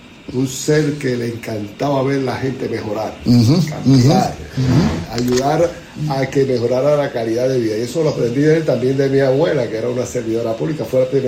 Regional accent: San Sebastián, Puerto Rico; also born or lived in Aguadilla, Puerto Rico; nací en el hospital de la base Reymín, pero somos de San Sebastián, ahí me crió

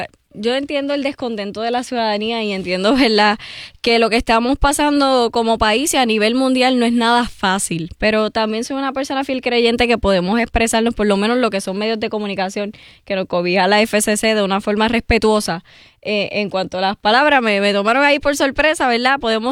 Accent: Puerto Rico; creo que el optimismo dentro de las circunstancias siempre es algo que nos distingue como boricuas

